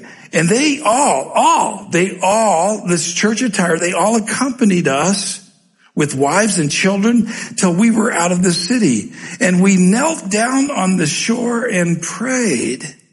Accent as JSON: {"language": "English", "town": "Denver", "region": "Colorado", "country": "United States", "said": "So here I come from Denver, Colorado. In Denver, Colorado, I am a mountain man."}